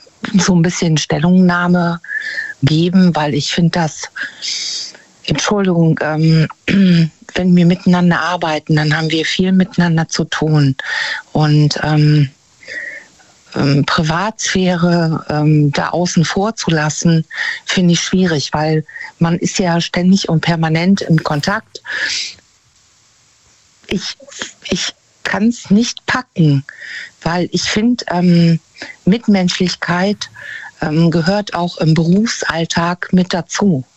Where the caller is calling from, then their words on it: North Rhine-Westphalia, Germany; Aus der Nähe von Bonn